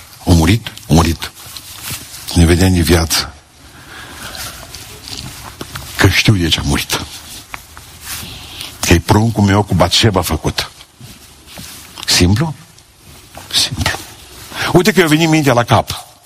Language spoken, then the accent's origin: Romanian; Romania; moved away; la noi acasă, în sat, la mine, în Pântășești